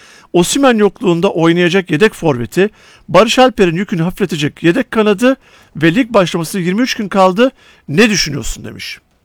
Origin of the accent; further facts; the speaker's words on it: Ankara, Turkey; now in Istanbul, Turkey; Ben de Ankaralıyım. Ama son yıllarda da Ankara'nın trafiğinin inanılmaz arttığını öğrendim.